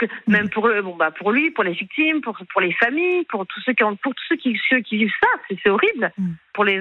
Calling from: Angers, Pays de la Loire, France; Sur Angers.

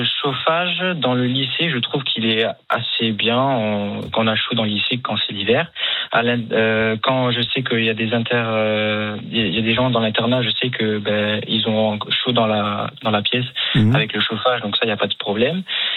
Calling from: Toulouse, Occitanie, France; Ça a été vraiment chez moi à Toulouse.

